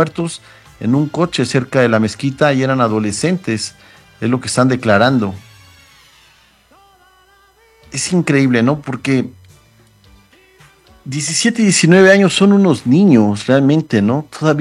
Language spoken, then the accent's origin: Spanish; Mexico